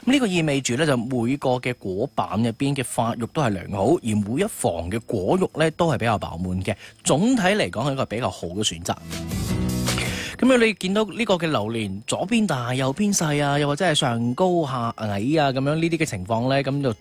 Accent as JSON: {"language": "Cantonese", "region": "Guangdong", "country": "China"}